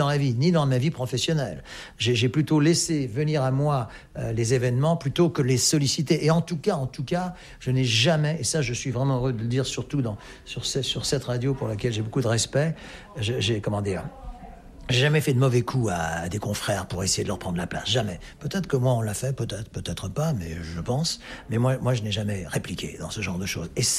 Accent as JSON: {"language": "French", "country": "France", "tie": "born there", "said": "je suis né en France, de mère néerlandaise"}